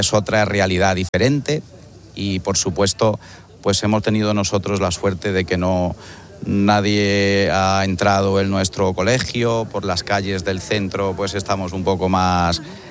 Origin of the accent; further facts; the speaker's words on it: Palencia, Castile and León, Spain; now in Ceuta, Spain; De Palencia capital. Y un palentino pues lleva ya 18 años viviendo aquí, en mi querida ciudad de Ceuta.